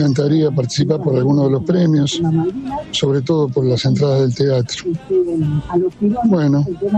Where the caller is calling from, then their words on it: Buenos Aires, Argentina; de Mataderos. Taxista acá girando por Buenos Aires